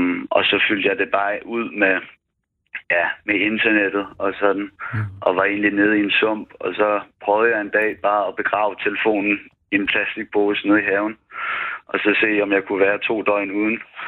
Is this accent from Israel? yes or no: no; Rudersdal, Capital Region of Denmark, Denmark; now in Tingbjerg, Denmark; Jamen, jeg ringer fra Tingbjerg. Jeg er vokset op i Rudersdal Kommune, og der fik vi skole-iPads i 3. klasse.